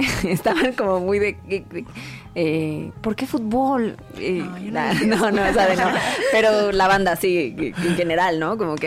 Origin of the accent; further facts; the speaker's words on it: Mexico City, Mexico; Porque soy de CU.